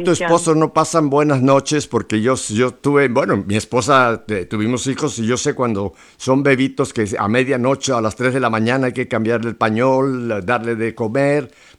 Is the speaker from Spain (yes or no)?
no; Mexico; nosotros los humildes mexicanos